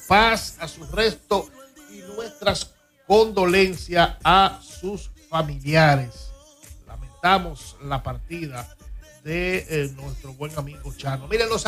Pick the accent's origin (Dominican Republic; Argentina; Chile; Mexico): Dominican Republic